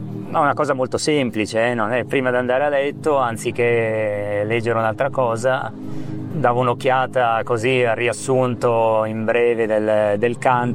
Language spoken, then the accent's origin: Italian; Milan, Lombardy, Italy; moved away as an adult; now in Trentino, Italy; Io sono nato a Milano nel 64, cioè ho vissuto tanti anni a Milano fino a 29 anni, poi mi sono trasferito in Trentino.